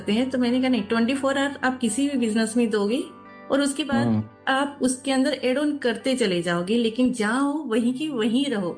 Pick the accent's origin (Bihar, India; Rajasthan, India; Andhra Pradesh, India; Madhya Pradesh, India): Rajasthan, India; Sir मैं राजस्थान से हूँ।